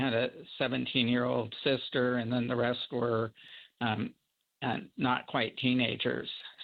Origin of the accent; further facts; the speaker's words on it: Wrangell, Alaska, United States; And, you know, I grew up in Wrangell